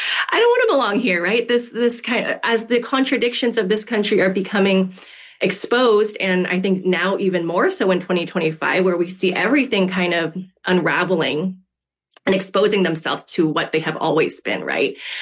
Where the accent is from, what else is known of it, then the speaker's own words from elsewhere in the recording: California, United States; the first Asian ethnoburb where I grew up in San Gabriel Valley outside of Los Angeles